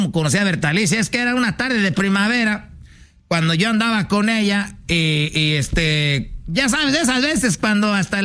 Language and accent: Spanish; Michoacán, Mexico; como somos de allá de Michoacán, andamos allá para donde está esto de la mariposa monarca